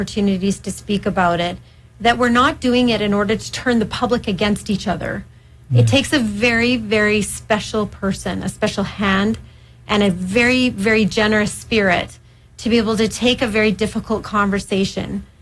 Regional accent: Edmonton, Alberta, Canada; born there; I'm like, well, I was born in Edmonton.

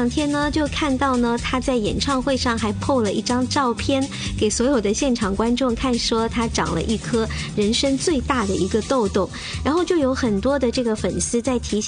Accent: Shanghai, China; 这个有点像我们上海人叫做热结

